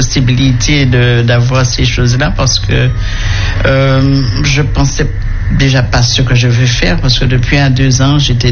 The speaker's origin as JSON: {"language": "French", "town": "Le François", "country": "Martinique", "said": "Je viens du François, je suis mariée, je suis mère de deux enfants"}